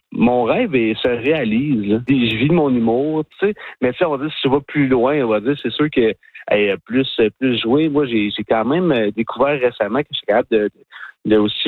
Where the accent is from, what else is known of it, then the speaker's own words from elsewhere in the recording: Gatineau, Quebec, Canada; Puis de voir aussi mon monde, tu sais, parce que je viens de Gatineau, fait que je vais voir mes amis, mon monde qui vont venir m'encourager